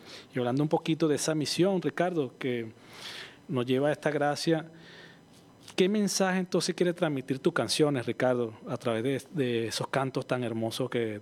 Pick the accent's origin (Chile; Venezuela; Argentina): Venezuela